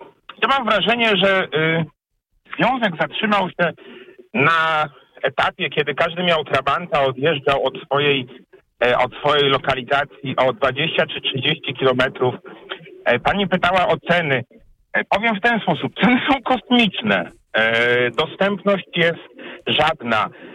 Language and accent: Polish; Lublin Voivodeship, Poland; moved away; Ja akurat pochodzę zupełnie z innej części Polski, bo z lubelskiego, i wspominam naprawdę fenomenalne te dziecięce lata wędkowania.